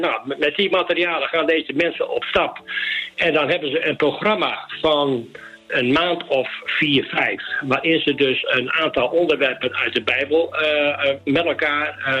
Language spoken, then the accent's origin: Dutch; Netherlands; Daar werd voor ons als Nederlanders een lied gezongen.